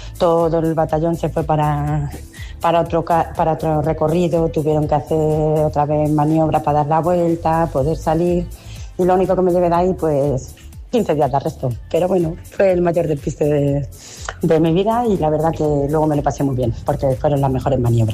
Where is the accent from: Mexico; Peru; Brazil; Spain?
Spain; Madrid, Community of Madrid; Pues yo soy de Madrid